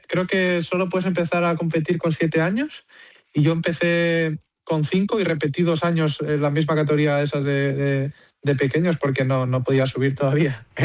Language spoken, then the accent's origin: Spanish; L'Alfàs del Pi, Valencian Community, Spain; also born or lived in Benidorm; Nací en Benidorm, pero siempre me he criado en las Alfas del Pi. Y, o sea, empecé desde pequeño en las Alfas del Pi